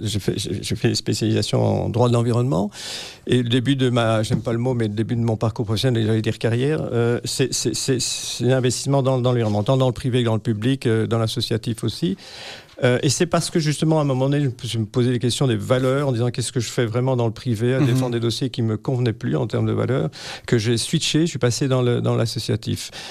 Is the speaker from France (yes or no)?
no; Belgium; On est européen, on est belge, on a cette éducation-là.